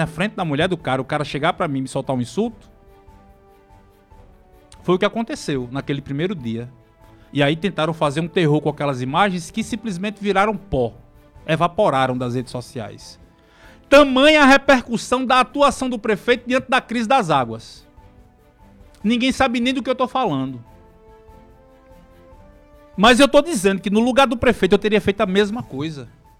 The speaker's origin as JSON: {"language": "Portuguese", "town": "Santa Rita", "region": "Paraíba", "country": "Brazil", "tie": "born or raised there", "said": "sou santarritense, nascido no dia 5 de outubro de 1976, na maternidade de Governador Flávio Ribeiro Coutinho, pelas mãos do médico Dr. Dorivaldo Pereira."}